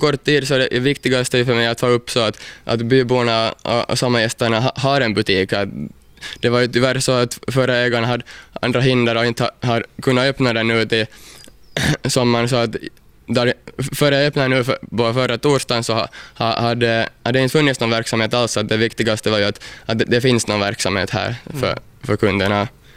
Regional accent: Pargas, Southwest Finland, Finland; No, jag är nog hemma från Mielisholm och min farfar är faktiskt hemma här från Kirjais också. Så att jag är nog hela min släkt här ifrån regionen, när regionen är Pargas.

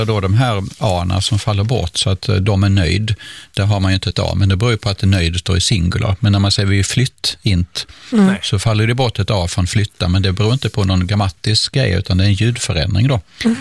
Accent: southern Sweden, Sweden; i södra Sverige, där jag kommer ifrån, då har vi bara det bakre sje-ljudet. Så när du säger kärna, kärna, så säger jag stjärna, stjärna.

